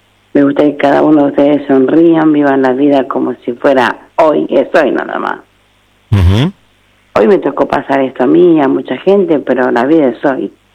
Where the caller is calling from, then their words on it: Buenos Aires, Argentina; Yo vivo en Caballito.